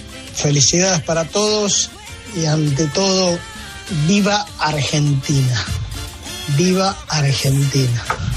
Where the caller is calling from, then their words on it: Fuengirola, Andalusia, Spain; vivo en Fuengirola, Málaga, España